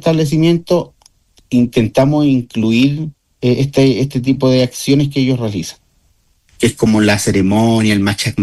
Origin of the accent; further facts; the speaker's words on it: Talca, Maule, Chile; moved away as an adult; now in Quillagua, Chile; yo soy de Talca. De Talca, y yo llegué el año 2013 a la comuna de María Elena a trabajar. Y ahí ejercí hasta el año 2023. Y ya el 2024 asumí en Quillagua, 24, 25, y este es mi tercer año.